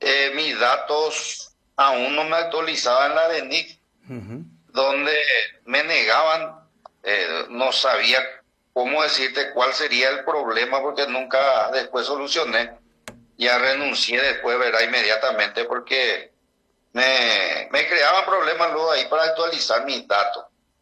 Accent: Pirayú, Paraguarí, Paraguay; Yo soy de Pirayú, le quiero mucho a mi ciudad, siempre he cuidado mucho Pirayú.

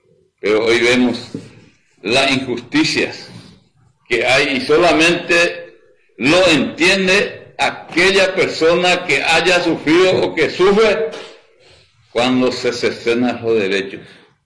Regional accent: Carapeguá, Paraguarí, Paraguay; como paraguayo, y ni qué decir como patriota, como carapegüeños, porque vamos a festejar los 301 años de la fundación de nuestro pueblo

